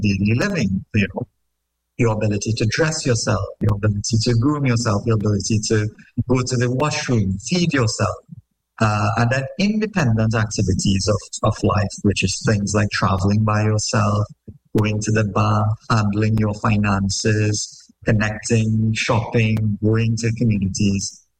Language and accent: English; South Trinidad, Trinidad & Tobago; folks I even know as a family or friends growing up in South Trinidad